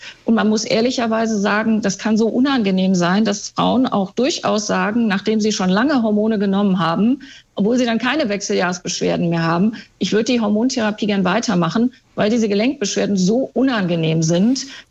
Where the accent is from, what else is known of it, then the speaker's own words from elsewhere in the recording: Northern Germany, Germany; ich komme ja hier aus dem Norden